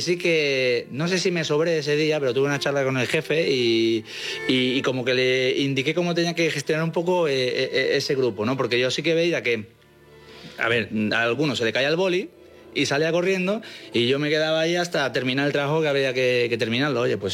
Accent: Málaga, Andalusia, Spain; moved away as an adult; Yo soy de Málaga, obviamente, estudié el bachillerato en Málaga. Y cuando me iba a mudar, en el 2002 estamos hablando, estaba o Madrid

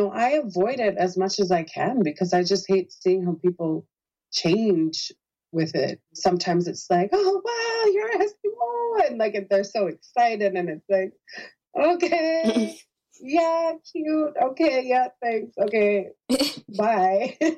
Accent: Nunavut, Canada; I just say I'm Inuk. I'm from Nunavut.

